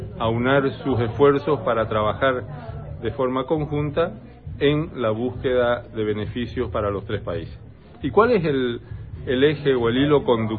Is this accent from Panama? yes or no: no; Santa Cruz, Bolivia; nosotros tenemos como bolivianos y como cruceños